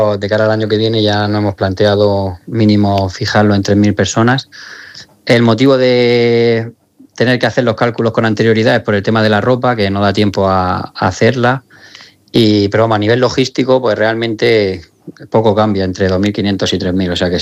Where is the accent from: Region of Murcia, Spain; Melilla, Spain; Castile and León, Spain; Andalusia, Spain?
Region of Murcia, Spain; Murcia; Pues mira, yo que soy de aquí de Murcia, pienso exactamente igual que tú.